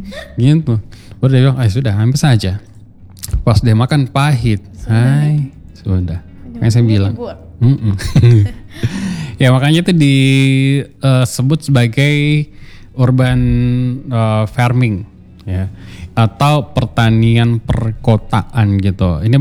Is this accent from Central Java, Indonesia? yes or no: no; Palu, Central Sulawesi, Indonesia; accent: Palu; Saya suka pakai bahasa Palu ini.